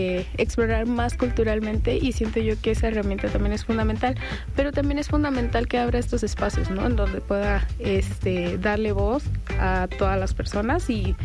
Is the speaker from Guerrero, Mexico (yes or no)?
no; Sonora, Mexico; moved away as an adult; cómo es ser un sonorense fuera del estado, ¿no? De que lo confunden que es de Monterrey, y justamente me pasa igual